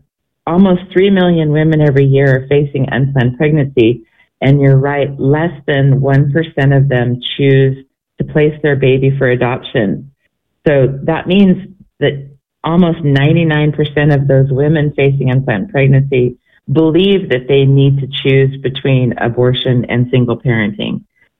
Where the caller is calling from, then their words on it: Boise, Idaho, United States; Actually, I'm calling in from Boise, Idaho. Relocated like 2 years ago.